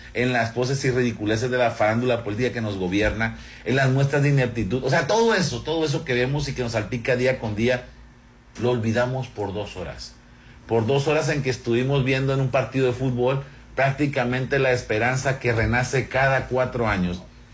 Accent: Mexico; Como somos mexicanos, la fe, etcétera, y Chivas, por cierto.

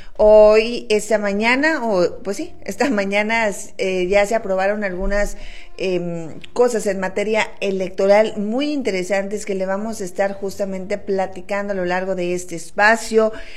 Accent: Mexico; Como buenos mexicanos estamos legislando en los últimos días

